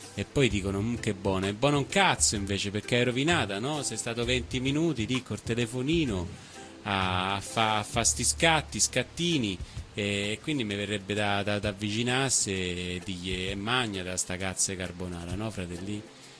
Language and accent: Italian; Rome, Lazio, Italy; che so de Roma, no? La città eterna.